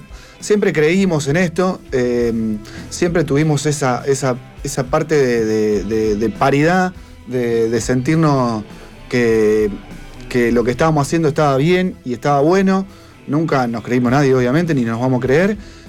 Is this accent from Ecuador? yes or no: no; Santa Teresa, Santa Fe, Argentina; Yo soy de Santa Teresa junto con Pablo.